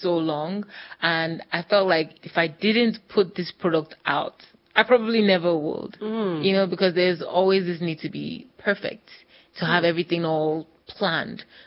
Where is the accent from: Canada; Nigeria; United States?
Nigeria; Because it wasn't logical for me. We come from Nigeria now. Who wants to be a musician at that time?